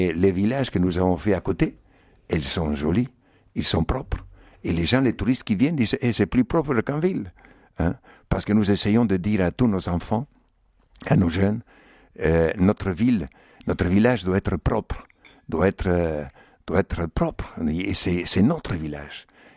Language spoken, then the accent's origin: French; Argentina; moved away as an adult; now in Madagascar; Quand j'ai quitté l'Argentine, j'ai pleuré. J'ai pleuré quand j'ai quitté l'Argentine. Je l'ai quitté en 1968, en bateau.